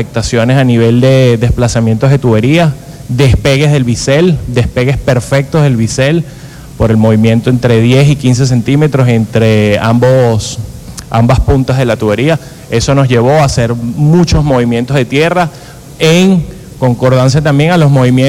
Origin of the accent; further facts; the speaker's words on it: Táchira, Venezuela; sin importar si somos del Táchira